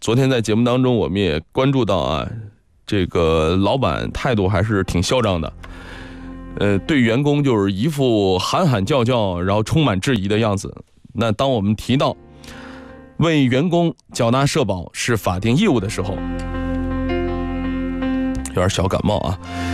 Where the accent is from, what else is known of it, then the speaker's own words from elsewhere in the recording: northern China, China; now in Guangdong, China; 我作为一个北方人了解的比较少。